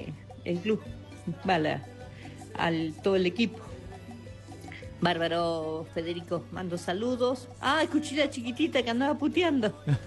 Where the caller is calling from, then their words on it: Saladillo, Buenos Aires Province, Argentina; por acá en Saladillo todo bien